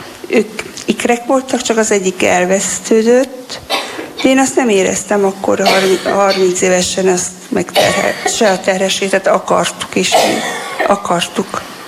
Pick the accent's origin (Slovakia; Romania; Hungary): Romania; Sândominic, Harghita; now in Sweden; csíkszentdomokosi.